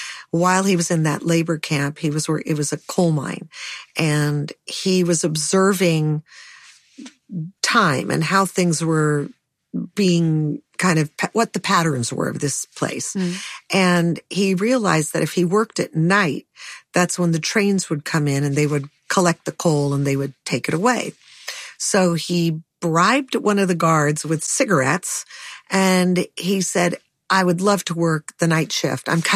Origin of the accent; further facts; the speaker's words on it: Los Angeles, California, United States; I grew up in the Hollywood Hills. I thought it was like, I climbed the hills all the time.